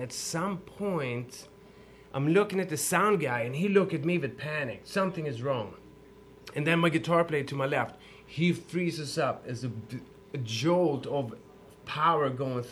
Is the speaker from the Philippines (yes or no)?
no; Stockholm, Stockholm County, Sweden; English is a second language; now in United States; I'm from Sweden. I grew up in Stockholm, Sweden.